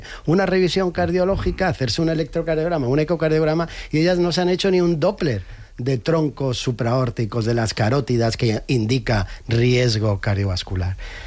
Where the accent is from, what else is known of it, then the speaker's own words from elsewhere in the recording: Jaén, Andalusia, Spain; En mi tierra, en Jaén, me regañaron un día porque no dije aceite de oliva virgen extra.